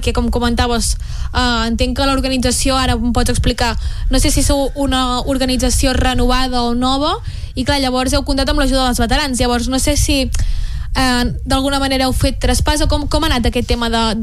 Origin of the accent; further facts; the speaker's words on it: Hostalets, Catalonia, Spain; Clar, jo, per exemple, que soc d'Hostalets